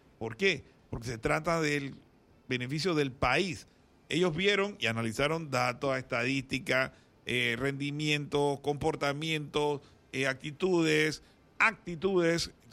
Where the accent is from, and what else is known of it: Panama